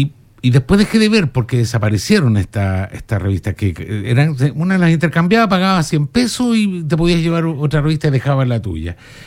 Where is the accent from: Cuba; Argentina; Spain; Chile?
Chile; Punta Arenas, Magallanes and Chilean Antarctica; moved away as an adult; Soy de acá. Pero cuando era cabro chico, existían en las poblaciones allá en Punta Arenas, yo soy de Punta Arenas